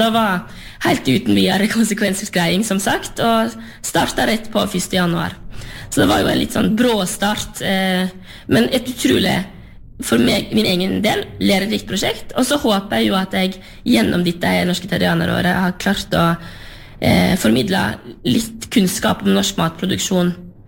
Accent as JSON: {"language": "Norwegian", "town": "Sørheim", "region": "Vestland", "country": "Norway"}